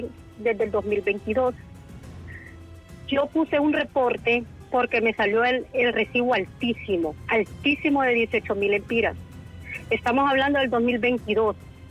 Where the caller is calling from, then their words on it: Honduras; yo llamo de Los Pinos.